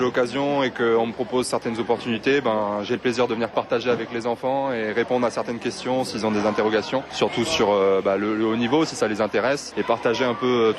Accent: New Caledonia; moved away; j'ai peu de temps pour revenir chez moi en Nouvelle-Calédonie

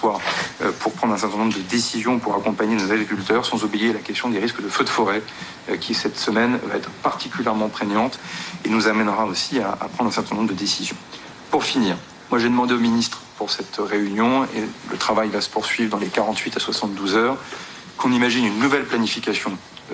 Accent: Normandy, France; comme on dit chez moi en Normandie, il y a les diseux, il y a les feuseux.

